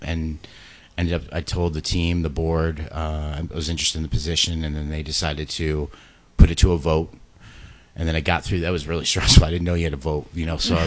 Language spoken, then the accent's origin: English; Cleveland, Ohio, United States; moved away as an adult; also born or lived in Los Angeles; now in Solvang, United States; Yeah, I grew up in Cleveland, Ohio, so it was spent a lot of time there and up until I graduated from college.